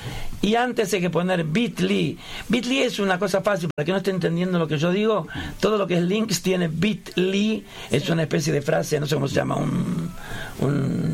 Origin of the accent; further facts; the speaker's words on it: Córdoba, Argentina; Soy un cordobés nato